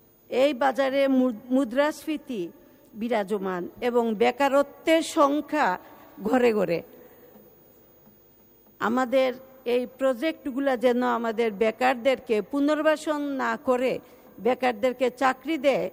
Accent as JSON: {"language": "Bangla", "town": "Sylhet", "region": "Sylhet Division", "country": "Bangladesh", "said": "আমি সিলেটের মেয়ে"}